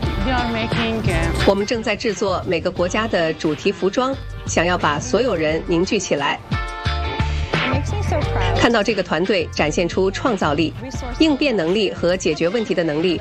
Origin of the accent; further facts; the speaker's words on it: Afghanistan; now in Seattle, United States; 我来自阿富汗，在2024年来到西雅图。